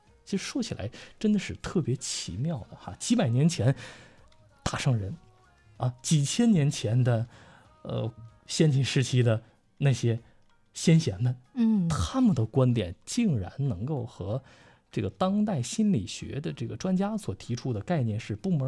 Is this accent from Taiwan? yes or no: no; China; 独属于我们中国人的这种浪漫和艺术